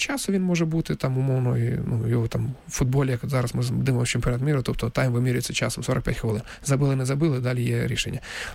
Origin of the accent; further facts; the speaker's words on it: Donetsk, Donetsk Oblast, Ukraine; тому що дійсно я сам з Донецька